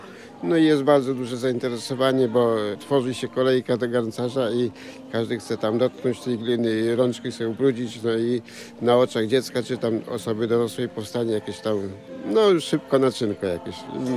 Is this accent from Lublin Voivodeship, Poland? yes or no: no; Masovian Voivodeship, Poland; Pochodzę ze wsi Poszyce